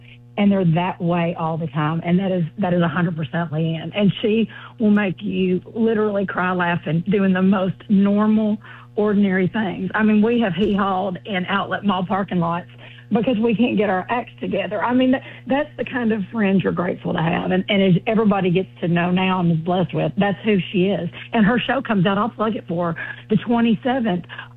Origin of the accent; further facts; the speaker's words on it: Middlesboro, Kentucky, United States; from the mountains of the gorgeous Appalachian Mountains. I'm from Bell County, Kentucky, Middlesboro.